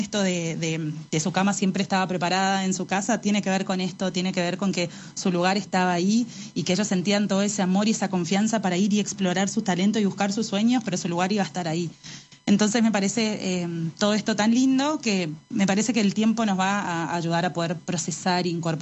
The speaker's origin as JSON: {"language": "Spanish", "country": "Argentina", "said": "de que nos podemos volver a unir como argentinos, que podemos sentir orgullo de estar acá"}